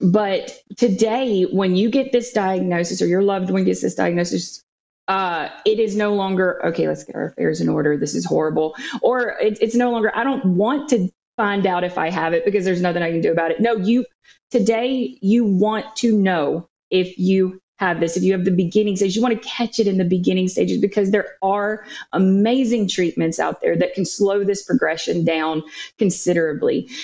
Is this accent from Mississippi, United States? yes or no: yes; Goshen, Mississippi, United States; now in Madison, United States; I am from the Mississippi Gulf Coast, so I live in Madison, Mississippi now, but I grew up in Goshen, so I'm a coastie. I'm a coastal girl.